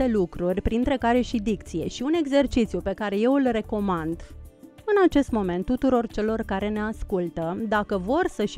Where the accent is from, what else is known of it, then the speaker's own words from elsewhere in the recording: Moldavia, Romania; accent: Moldavian; Simt că nu am scăpat de accent. Simt lucrul acesta. Și când sunt în preajma moldovenilor, am senzația că trădez. Că trădez. Că trădez dacă nu vorbesc moldovenește.